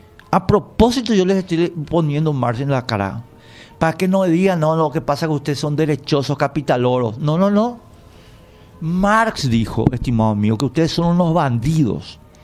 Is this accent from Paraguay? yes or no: yes; Paraguay; nosotros como sociedad paraguaya.